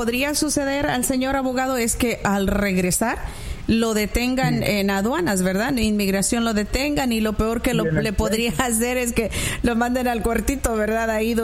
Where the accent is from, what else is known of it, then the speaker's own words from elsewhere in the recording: Honduras; Mi pregunta es, yo soy de Honduras y tengo TPS.